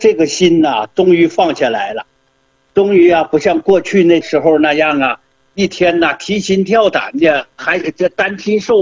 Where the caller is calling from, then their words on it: Chaoyang, Liaoning, China; 郑老师啊，我是辽宁朝阳的，是一位老会员了。